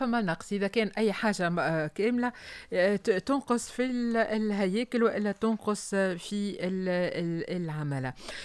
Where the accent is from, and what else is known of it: Tunisia